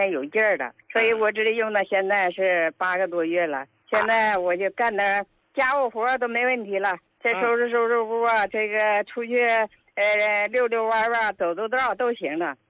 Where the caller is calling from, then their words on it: Harbin, Heilongjiang, China; 我是哈尔滨的患者。